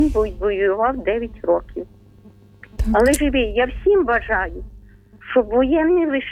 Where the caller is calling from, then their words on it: Ternopil Oblast, Ukraine; Тернопільщина